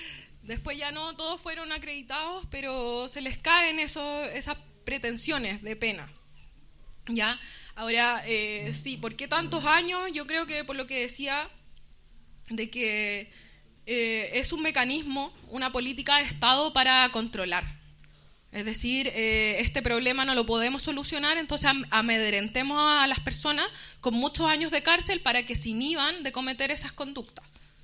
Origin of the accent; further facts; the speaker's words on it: Chile; nosotros como chilenos populares, chilenos poblacionales